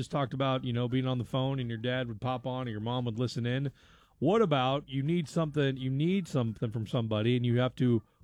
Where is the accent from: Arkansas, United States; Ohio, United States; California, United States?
Arkansas, United States; born there; moved away; also born or lived in Tulsa, Oklahoma / Chicago; growing up in Northwest Arkansas